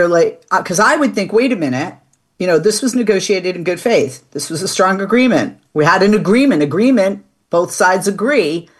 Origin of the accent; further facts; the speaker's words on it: Boston, Massachusetts, United States; But I got to tell you, you know, and I'm from Boston, that you know, you guys beat us in winters and resilience and stuff like that.